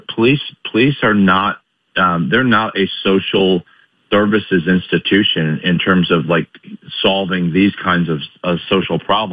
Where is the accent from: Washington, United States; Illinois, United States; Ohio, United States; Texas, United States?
Illinois, United States; I grew up in Illinois where Caterpillar was, and I just remember watching union workers striking all the time.